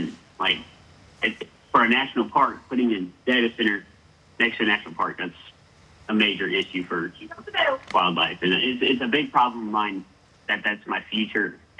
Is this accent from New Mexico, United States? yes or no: no; Kentucky, United States; So I'm 17, and I'm from Kentucky, and data centers are like what my future is going to look like.